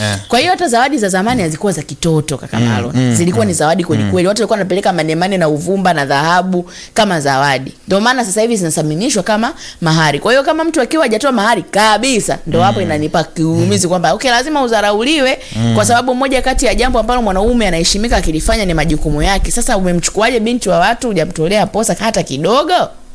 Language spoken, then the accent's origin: Swahili; Tanzania; Kwa sababu sisi ni Wakristo, lakini sisi ni Watanzania.